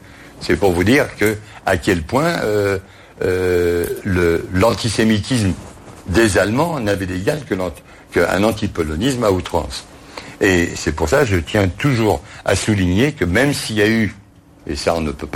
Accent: Poland; dans cette épreuve que nous subissons, nous aussi, en tant que Polonais

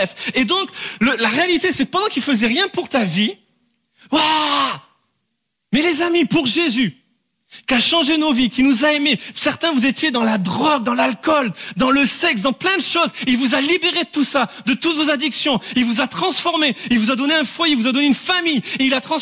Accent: France

